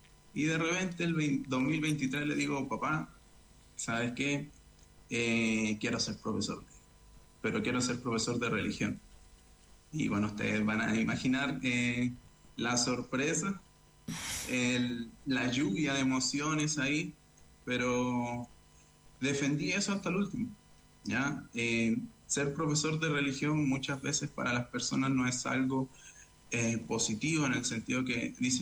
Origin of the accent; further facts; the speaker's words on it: Antofagasta, Chile; soy de Antofagasta